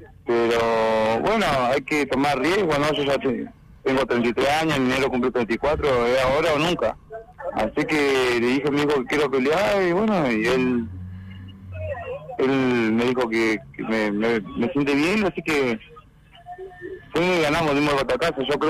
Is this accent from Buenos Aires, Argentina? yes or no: no; Puerto Madryn, Chubut, Argentina; yo nací en Puerto Madryn, en Chubut. Sí, nací ahí